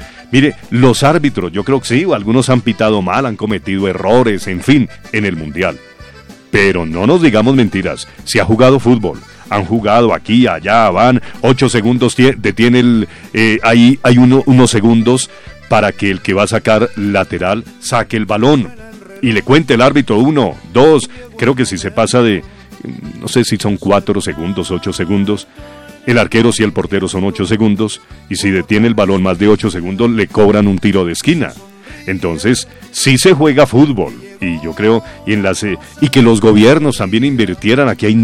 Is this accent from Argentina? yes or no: no; Colombia; seguimos siendo colombianos